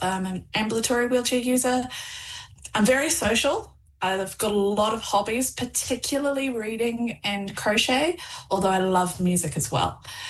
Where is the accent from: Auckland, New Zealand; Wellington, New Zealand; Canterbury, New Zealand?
Auckland, New Zealand; also born or lived in Taupo; now in Whangarei, New Zealand; I'm based in Whangarei, but I was born in Auckland, grew up there, moved to Taupo. That's where my family is based.